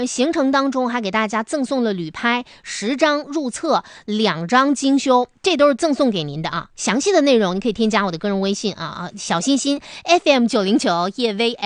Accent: Harbin, Heilongjiang, China; 对于我们哈尔滨人来说特别友好的路线，就是因为它离我们哈尔滨真的是近在咫尺

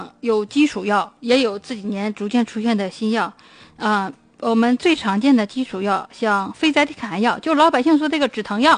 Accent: Northeast China, China; 我们东北人

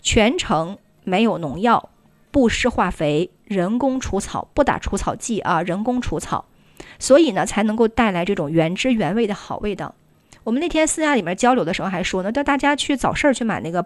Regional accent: Northeast China, China; 让我们很多的这个东北人啊，土生土长的当地人都是感觉到说得很实在

